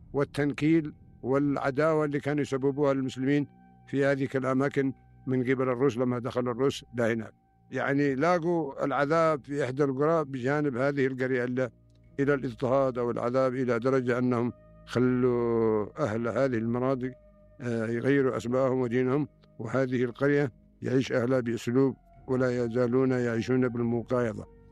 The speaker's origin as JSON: {"language": "Arabic", "country": "Yemen"}